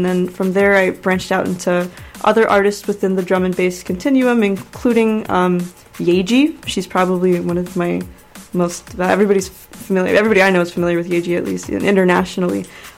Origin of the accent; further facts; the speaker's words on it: New York, United States; also born or lived in Florida; So I was born in New York. Of course, I'm Guyanese and Puerto Rican, so that really is a combination that can only happen here. I grew up between here and Florida, so I'd spend all my summers in New York, and I went to school in Florida